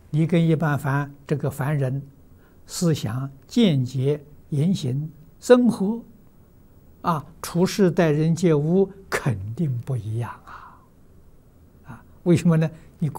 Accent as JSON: {"language": "Chinese", "country": "China", "said": "我们中国人"}